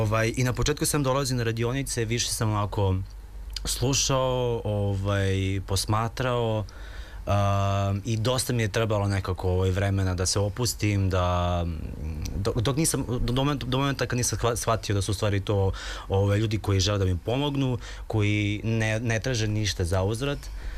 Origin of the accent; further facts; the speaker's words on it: Mala Vrbica, Belgrade, Serbia; Jedna komšinica u selu gdje sam odrastao, u Malom Vrbici kod Mladenovca